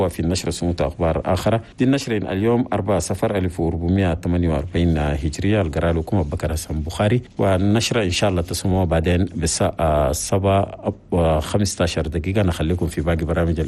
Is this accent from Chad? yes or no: yes; Chad